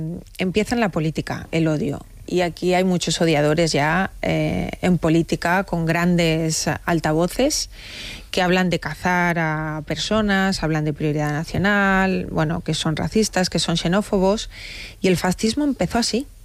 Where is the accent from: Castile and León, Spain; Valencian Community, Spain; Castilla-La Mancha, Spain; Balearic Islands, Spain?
Valencian Community, Spain; en mi tierra, en la Comunidad Valenciana